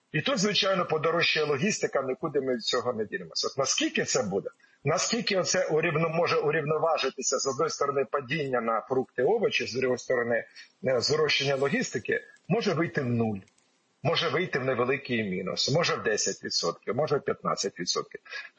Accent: Pryluky, Chernihiv Oblast, Ukraine; now in Kyiv, Ukraine; Мої рідних Прилуках

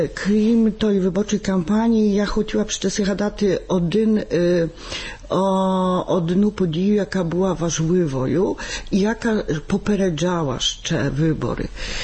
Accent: Poland; ми, тобто Поляки

